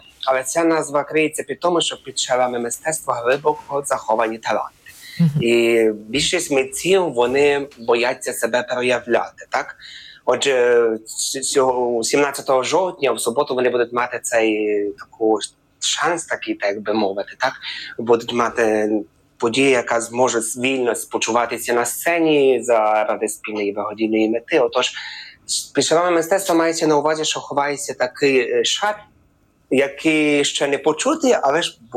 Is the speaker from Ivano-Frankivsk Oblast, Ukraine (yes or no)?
yes; Ivano-Frankivsk Oblast, Ukraine; Тому що я сам з Івано-Франківщини